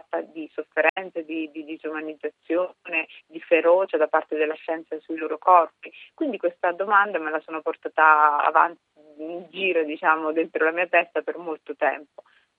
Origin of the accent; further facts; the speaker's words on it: Brescia, Lombardy, Italy; perché io sono bresciana e quindi è una cosa che abbiamo sentito molto.